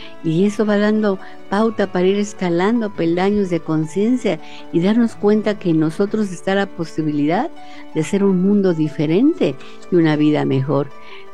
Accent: Mexico; somos todos mexicanos

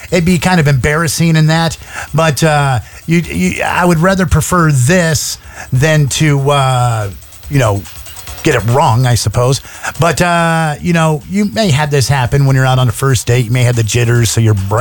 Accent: Mississippi, United States; No, just because I'm from Mississippi

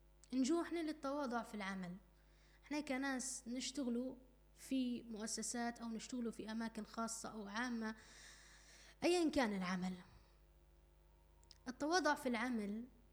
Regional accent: Libya; احنا كليبيين وناس بيتية واهل ومتربيين تربية سليمة وتربية صحية

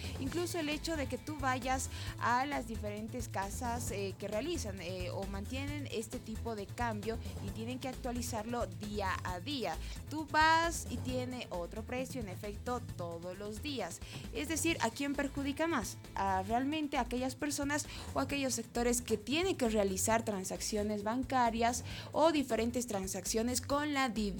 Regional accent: Bolivia; a nosotros como población boliviana

